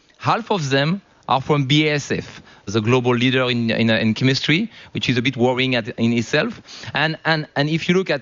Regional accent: France; English is a second language; you know, I come from France, and I come from France.

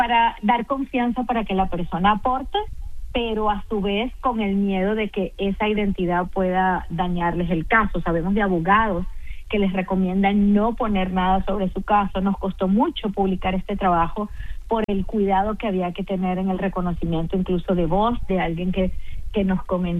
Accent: Venezuela; now in Doral, United States; Más de 40% de los habitantes somos venezolanos, por cierto

